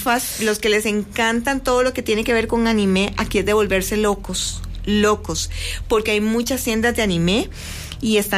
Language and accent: Spanish; Costa Rica; la gente va aprendiendo que los impuntuales somos los ticos